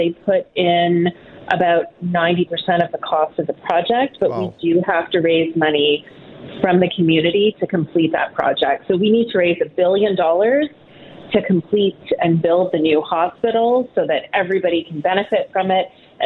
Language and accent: English; Mississauga, Ontario, Canada; I grew up in Mississauga. I've worked in Mississauga most of my life.